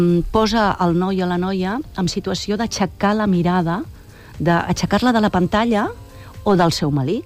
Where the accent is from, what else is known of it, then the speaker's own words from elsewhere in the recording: L'Hospitalet de Llobregat, Catalonia, Spain; També de l'Hospitalet, és que jo soc molt de l'Hospitalet, també.